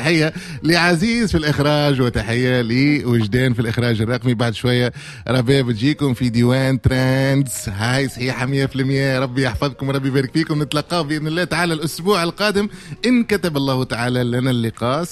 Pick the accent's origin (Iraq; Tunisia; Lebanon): Tunisia; أنا توا تونسي تمسيت بكلامك واقتنعت بكلامك